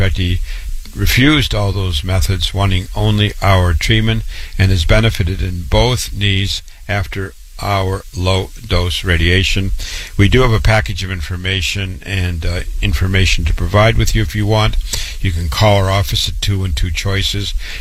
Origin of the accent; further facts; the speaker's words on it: Waterloo, Iowa, United States; board-certified cancer doctor. I was born and raised in Waterloo, Iowa